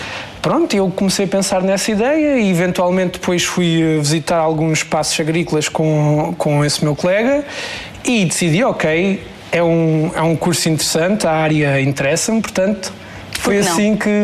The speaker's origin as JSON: {"language": "Portuguese", "town": "Faro", "region": "Algarve", "country": "Portugal", "tie": "born or raised there", "said": "estou no terceiro ano de Agronomia e sou natural de Faro."}